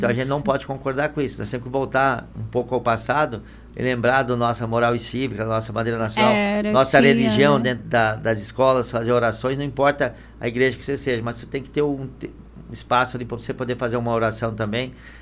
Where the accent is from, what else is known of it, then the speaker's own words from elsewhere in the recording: Rio Grande do Sul, Brazil; born there; also born or lived in Vilhena; now in Cuiabá, Brazil; Eu nasci no Rio Grande do Sul. Morei 20 e poucos anos em Vilhena, Rondônia. Agora moro em Mato Grosso, Cuiabá.